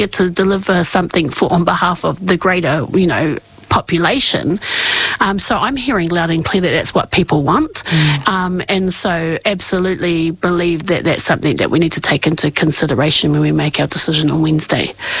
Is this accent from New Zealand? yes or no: yes; Masterton, Wellington, New Zealand; You know, I'm born and bred in Masterton, you know, so Masterton is our town